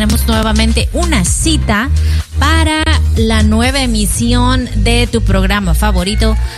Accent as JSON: {"language": "Spanish", "town": "Monterrey", "region": "Nuevo León", "country": "Mexico", "moved": "yes", "said": "En Monterrey, de donde yo soy"}